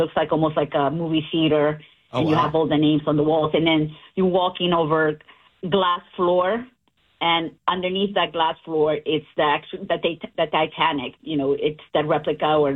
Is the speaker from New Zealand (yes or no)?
no; Peru; I'm Peruvian.